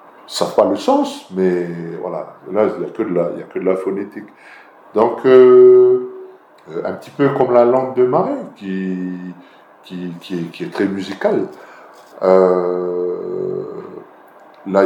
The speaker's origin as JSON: {"language": "French", "area": "Lifou", "region": "Loyalty Islands Province", "country": "New Caledonia", "said": "chez nous à Lossy, à Konechaya"}